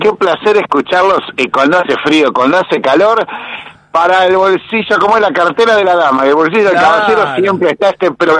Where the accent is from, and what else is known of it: Santa Fe, Argentina